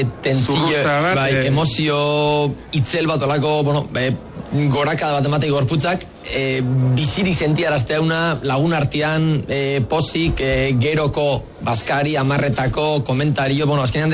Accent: Zestoa, Deba, Mutriku, Basque Country, Spain; born there; hazi ginen, ba, zestuan, itziarren, deban, mutrikunda bar

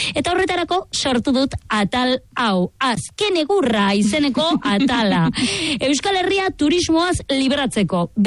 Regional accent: Bilbao, Basque Country, Spain; Bilbotarra naiz, bilbotar guztiok dakibu non dagoen

